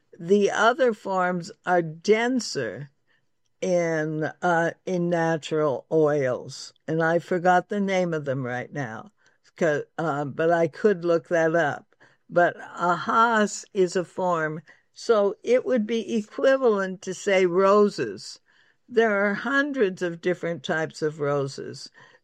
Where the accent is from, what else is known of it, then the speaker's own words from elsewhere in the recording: California, United States; avocados are something I'm intimately familiar with because I was brought up in California in an area that had been an avocado orchard.